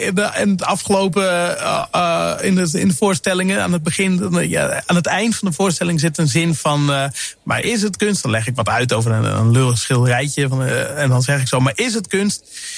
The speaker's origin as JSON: {"language": "Dutch", "town": "Sneek", "region": "Friesland", "country": "Netherlands", "tie": "born or raised there", "said": "Ik groeide op in Sneek, hè."}